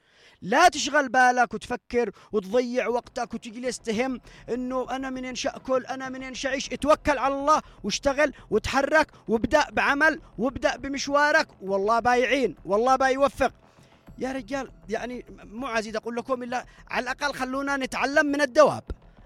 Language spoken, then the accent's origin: Arabic; Yemen